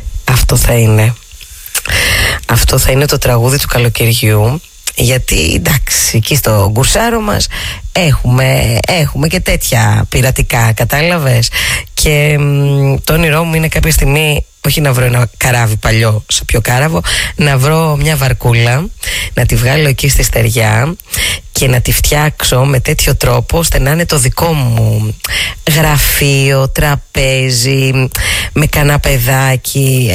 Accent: Thessaloniki, Central Macedonia, Greece; moved away as an adult; now in Athens, Greece; όταν είσαι από ένα μέρος σαν τη Θεσσαλονίκη

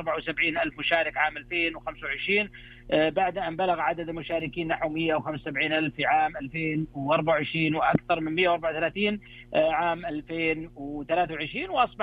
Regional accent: Saudi Arabia; عندنا في السعودية

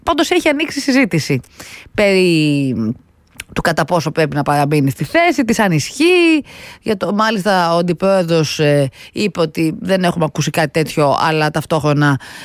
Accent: Pyrgos, Western Greece, Greece; moved away; δεν έχω πάει στον πύργο, το χωριουδάκι μου, το όμορφο.

